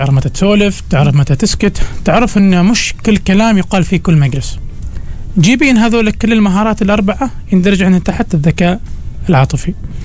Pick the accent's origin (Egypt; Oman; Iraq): Oman; احنا عندنا في عمان ما في ربيع، صيف شتاء شتاء صيف، وينقلب عندك الجو في في في في في يوم واحد.